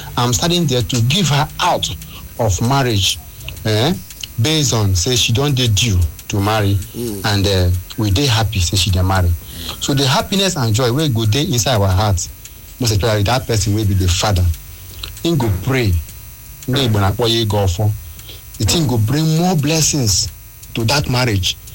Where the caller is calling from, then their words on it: Ebonyi, Nigeria; I come from Amasre, Afikbo, North local government area of Ebonyi State